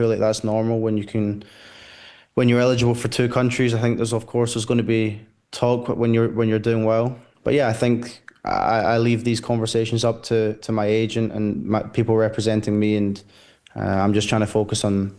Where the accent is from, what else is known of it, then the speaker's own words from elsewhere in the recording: Glasgow, Scotland, United Kingdom; I'm born and raised in Glasgow, and yeah, I certainly feel that I'd want to play for Scotland.